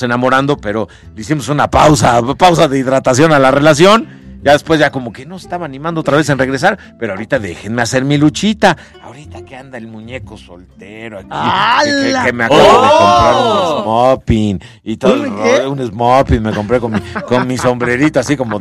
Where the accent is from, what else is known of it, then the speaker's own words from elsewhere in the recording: Puebla, Mexico; soy poblano